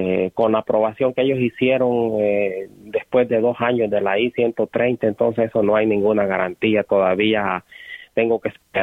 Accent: El Salvador; now in United States; Bueno, todavía tengo el TPS, soy de El Salvador y entré con el parol

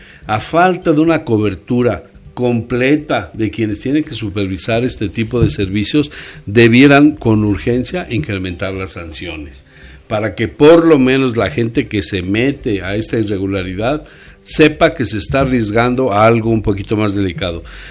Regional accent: Huamantla, Tlaxcala, Mexico; Aquí de Huamantla, Tlaxcala.

